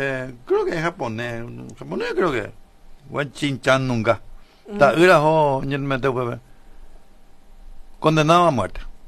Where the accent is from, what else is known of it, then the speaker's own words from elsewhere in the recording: Paraguay; lo que tenemos que atacar como paraguayos, todos